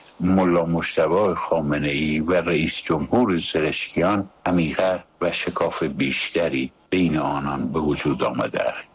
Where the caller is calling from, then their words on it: Shiraz, Fars, Iran; از شیراز هستم.